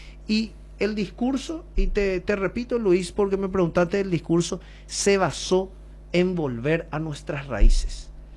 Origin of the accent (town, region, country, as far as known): Paraguay